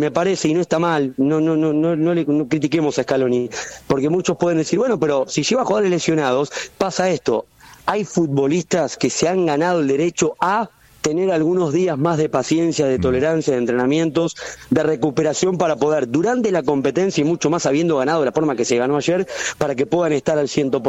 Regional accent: Argentina

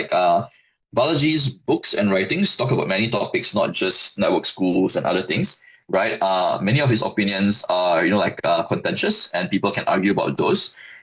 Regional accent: Malaysia; Personally, as a Malaysian, I thought it was quite cool. And I'm a Malaysian who's been working in technology and following the technology space and innovation space for like 2 decades over my career.

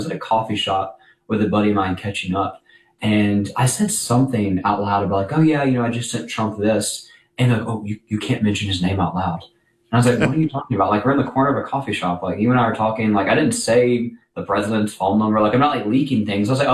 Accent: Alabama, United States; people like, you know, my home state of Alabama. We've got up north and down south of the state some great universities.

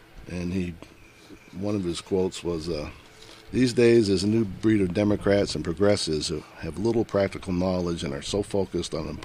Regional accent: United States; I used to go down the Connecticut River. I grew up on the Connecticut Rive

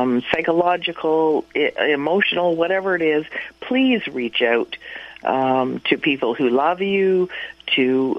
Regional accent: Toronto, Ontario, Canada; born there; I grew up on a farm for the most part. I grew up in Toronto and then on a farm, and it's now become abandoned, the farm.

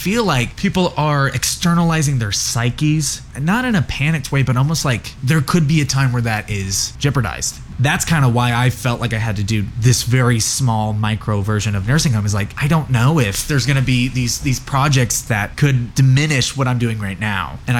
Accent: Norman, Oklahoma, United States; I grew up in Norman

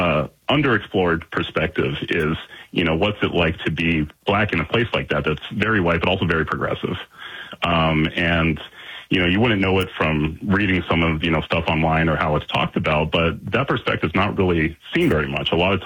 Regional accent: Portland, Oregon, United States; born and raised in Portland

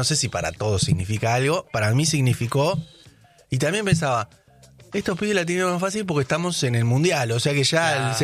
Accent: Argentina

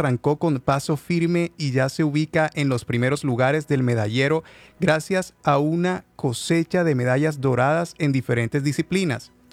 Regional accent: Colombia; Que somos colombianos

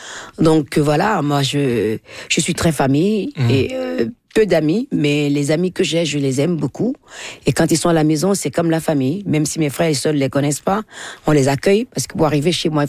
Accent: Benin; born there; je suis née au Bénin.

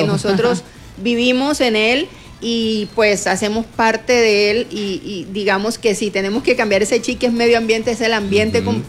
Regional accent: Montería, Córdoba, Colombia; nosotros venimos, mi hija y yo venimos de Montería, Córdoba.

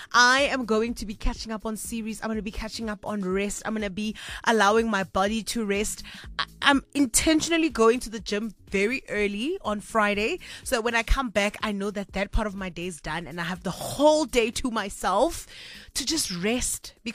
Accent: Kimberley, Northern Cape, South Africa; We've got a message coming through from Tony all the way out in Kimberley, which is my hometown.

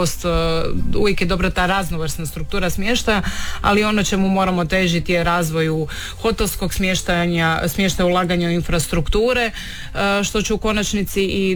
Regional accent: Zagreb, City of Zagreb, Croatia; moved away as an adult; now in Rijeka, Croatia; ja sam rođena Zagrepčanka sa riječkom adresom posljednjih 16 godina

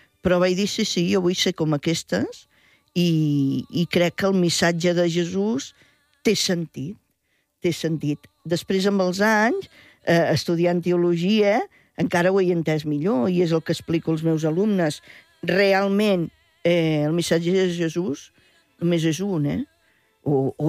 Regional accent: Reus, Catalonia, Spain

